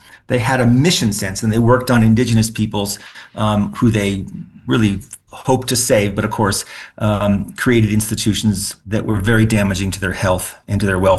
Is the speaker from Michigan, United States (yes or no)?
no; the Bay Area, California, United States; growing up in the Bay Area